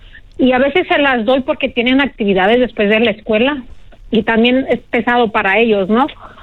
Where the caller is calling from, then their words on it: Illinois, United States; Del estado de Illinois.